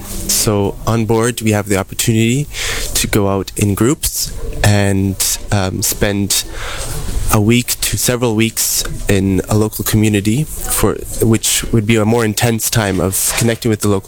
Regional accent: Paraguay; I am from Paraguay.

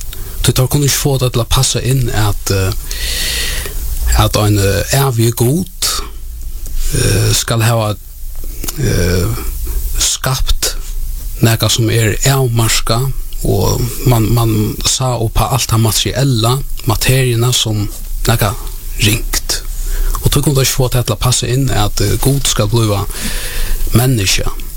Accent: Klaksvík, Faroe Islands; Ja, jag kommer från Klagsvåg och fattar uppvaksen från Klagsvåg

